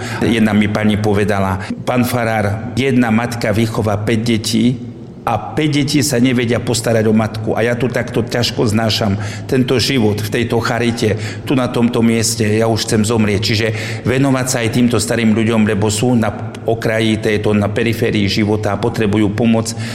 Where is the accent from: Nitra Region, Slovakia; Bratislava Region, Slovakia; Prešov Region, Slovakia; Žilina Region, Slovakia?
Žilina Region, Slovakia; Tvrdošín; moved away; Pochádzam z Tvrdošína, blízko poľských hraníc.